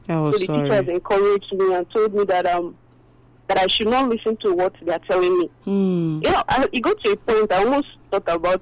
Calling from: Port Harcourt, Rivers, Nigeria; I'm from Port Harcourt.

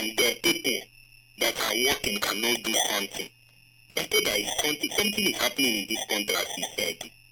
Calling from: Port Harcourt, Rivers, Nigeria; from Port Harcourt.

